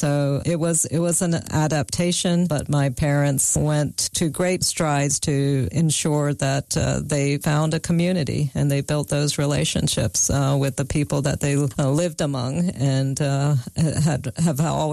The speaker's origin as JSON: {"language": "English", "region": "Georgia", "country": "United States", "tie": "born or raised there", "also_born_or_lived": "India", "second_language": "English", "said": "you know, I couldn't speak any English when we first arrived here, and I had to start kindergarten a few months after our arrival"}